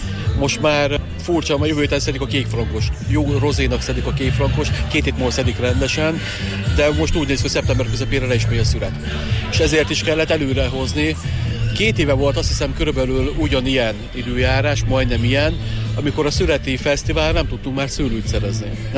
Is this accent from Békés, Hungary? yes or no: no; Eger, Heves, Hungary; now in Feldebrő, Hungary; én egri származású vagyok, felnémeti.